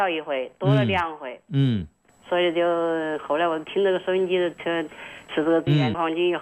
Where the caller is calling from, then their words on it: Wuhan, Hubei, China; 我金山的。